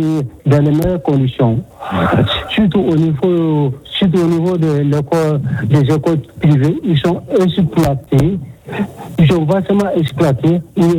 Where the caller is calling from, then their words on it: Mali; Chez nous, au Mali